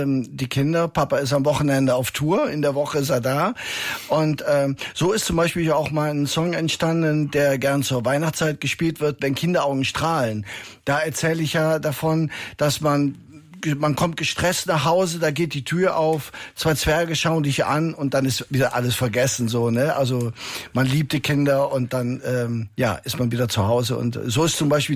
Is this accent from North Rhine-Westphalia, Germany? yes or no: yes; Düren, North Rhine-Westphalia, Germany; accent: Rhineland; moved away; Ich bin geboren in Düren. Das ist in der Nähe von Köln, zwischen Köln und Aachen. Und deshalb, das hört man vielleicht noch am Slang so ein bisschen.